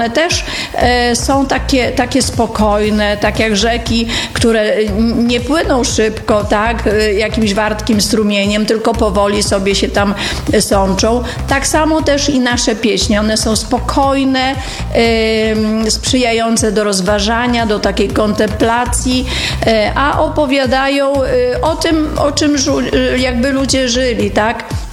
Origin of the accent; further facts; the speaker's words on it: Rudka Tartak, Podlaskie Voivodeship, Poland; u nas w Rudce Tartak w parafii zawsze był chór.